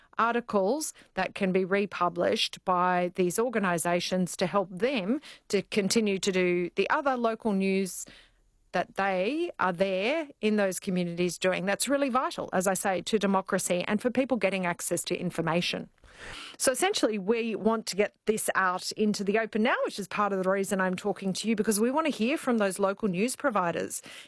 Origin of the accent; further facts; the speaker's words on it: Queensland, Australia; I'm a Queenslander